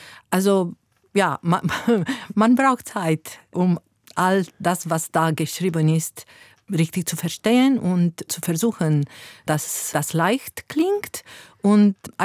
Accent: Romania; moved away; für mich als Rumänin

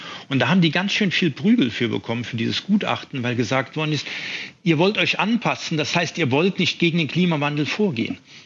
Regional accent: Mannheim, Baden-Württemberg, Germany; Also ich komme aus Mannheim

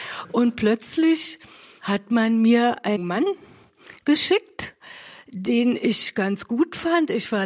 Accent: Berlin, Germany; now in Brest, Belarus; Ich bin in Berlin geboren. Ich bin 75 Jahre alt. Ich war lange in Berlin zu Hause, habe dort meine Kindheit verbracht

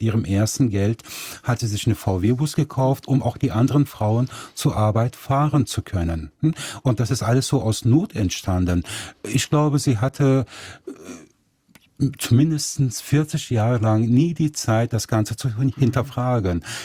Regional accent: Nettetal, North Rhine-Westphalia, Germany; die gab es auch bei uns in Nettetal, weil mein Vater hatte die Kneipe auf der Breilerstraße, mein Onkel hatte das Bordell Jaguar im Stadtteil Bracht, das auch zu Nettetal gehört. Nettetal ist ja eine Gemeinde aus 7 kleinen Dörfern

